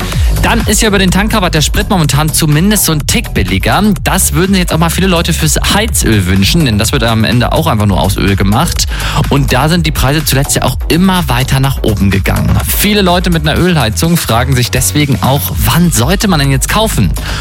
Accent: Hamburg, Germany; moved away; Ich komme eigentlich aus der Nähe von Hamburg.

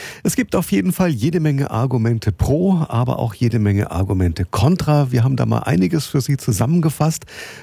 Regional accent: Nuremberg, Bavaria, Germany; Das kennt man als Nürnberger ja zur Genüge.

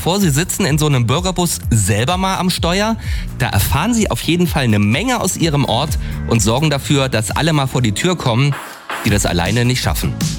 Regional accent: Steinbach-Hallenberg, Thuringia, Germany; Auch in meiner Heimat Steinbach-Hallenberg tut sich da gerade was.

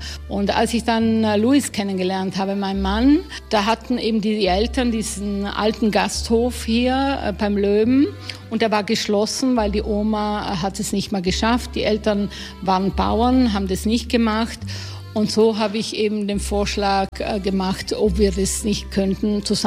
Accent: Puster Valley, Trentino-Alto Adige, Italy; now in Tesimo, Italy; Ich bin im Pustertal geboren und auf einem Bergbauernhof aufgewachsen.

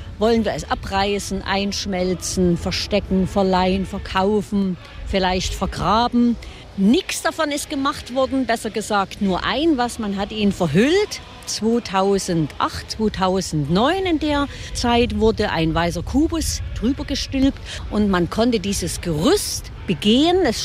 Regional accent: Chemnitz, Saxony, Germany; Es ist auch meine Heimatstadt. Allerdings bin ich nicht in Chemnitz geboren, sondern in Karl-Marx-Stadt.

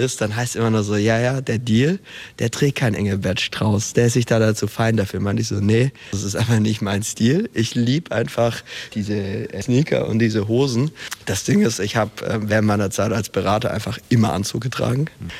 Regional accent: Stuttgart, Baden-Württemberg, Germany; Ja, also ich bin tatsächlich hier in Stuttgart geboren und aufgewachsen und war bis zu meinem 17. Lebensjahr wohnhaft hier in Stuttgart.

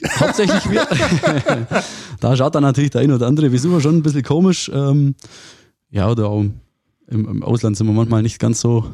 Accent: Memmingen, Bavaria, Germany; born there; Ja, ich bin gebürtig aus Bayern, also Memmingen geboren. Von dem her, ich bezeichne mich immer so ein bisschen als Exil-Württemberger, wohne auch direkt an der Grenze.

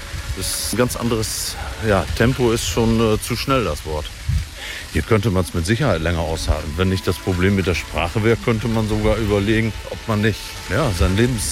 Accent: North Rhine-Westphalia, Germany; Das erinnert mich sehr an die Heimat, wo es auch sehr viele Radwege, wie man bei uns im Münsterland sagt, auch Petkes-Touren gibt

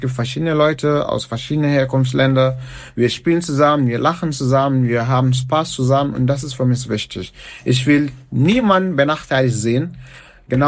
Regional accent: Gambia; German is a second language; now in Germany; Ich komme aus Gambia und ich habe eine sehr starke Verbundenheit zu diesem Land. Da ist meine Familie, da bin ich geboren, da habe ich meine ganze Kindheit gemacht.

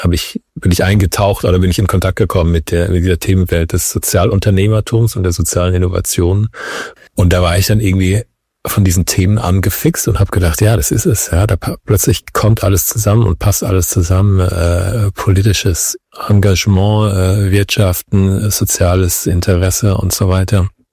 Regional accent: Wiesloch, Baden-Württemberg, Germany; moved away as an adult; also born or lived in Berlin / Ukraine; Ich bin in der Nähe von Heidelberg aufgewachsen, in der kleinen Stadt, die Wiesloch heißt.

